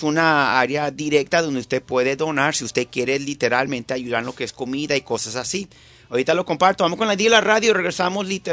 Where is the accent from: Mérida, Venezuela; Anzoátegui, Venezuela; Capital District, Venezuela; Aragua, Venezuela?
Capital District, Venezuela; Caracas; moved away; yo soy de Caracas, yo nací en Caracas